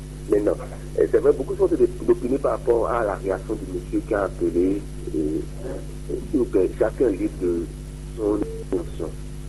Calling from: Benin; first language Fon; French is a second language; C'est vrai que le fond prime surtout, c'est notre langue maternelle, c'est notre langue effectivement sur le Bénin.

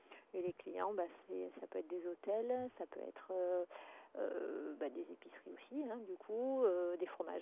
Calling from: Auvergne-Rhône-Alpes, France; J'appelle de la Drôme.

